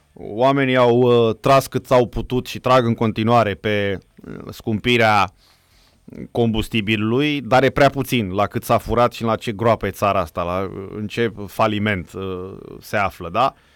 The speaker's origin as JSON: {"language": "Romanian", "country": "Romania", "said": "mă simt insultat ca român"}